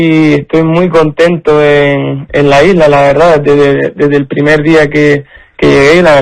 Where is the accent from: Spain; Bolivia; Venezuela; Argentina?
Spain; Las Palmas de Gran Canaria, Canary Islands; moved away as an adult; now in Lanzarote, Spain; Yo soy de Tafira, que es como una zona que pertenece al Ayuntamiento de Las Palmas, al municipio uh-huh. de Las Palmas, uh-huh. pero Tafira es una zona que está muy cerca de Santa Brígida, o sea que realmente es como si mi casa estuviese entre Las Palmas, entre el municipio de Las Palmas de Gran Canaria